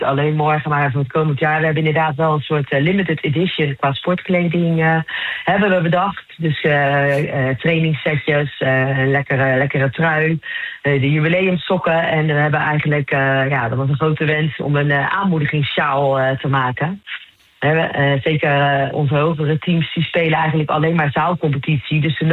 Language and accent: Dutch; De Lier, South Holland, Netherlands; Ik kom oorspronkelijk uit de Lier.